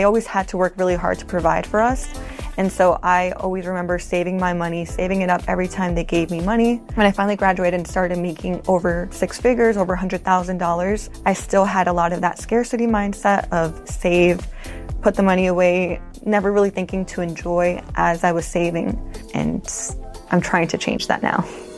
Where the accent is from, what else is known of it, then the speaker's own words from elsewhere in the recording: New York City, New York, United States; moved away as an adult; I grew up in Brooklyn, New York, and my parents came from Mexico and they wanted to make more income as we were a family of seven.